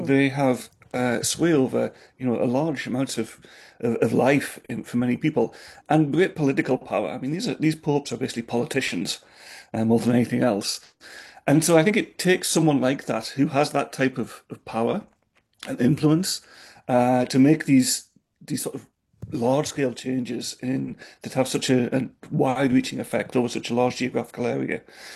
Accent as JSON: {"language": "English", "country": "United Kingdom", "said": "I'm originally British, so I feel no allegiance"}